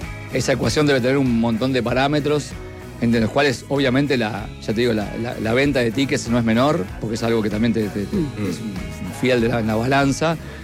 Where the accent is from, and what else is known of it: Uruguay